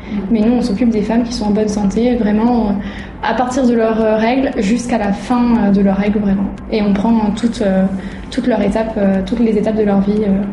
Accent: Vanuatu; also born or lived in Paris; sage-femme. Moi, j'ai grandi au Vanuatu, j'ai fait l'école à Colardo, à l'école française, et ensuite, du coup, l'école de sage-femme à Paris.

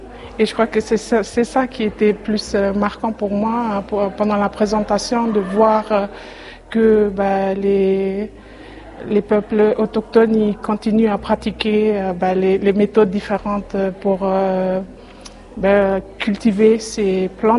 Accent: Tafea, Vanuatu; Je viens de l'île de Tana, sur Vanuatu.

